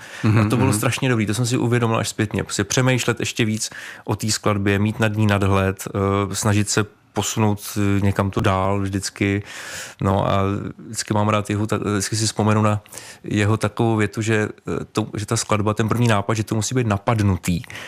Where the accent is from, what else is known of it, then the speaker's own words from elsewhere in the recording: Hradec Králové, Hradec Králové Region, Czechia; Já jsem z Hradce Králové